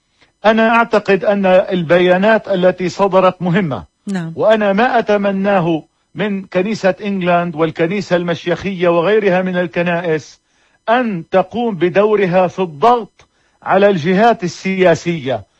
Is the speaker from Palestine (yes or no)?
yes; Palestine; أنا أعتقد أن هنالك شيئا يتغير لصالحنا كفلسطينيين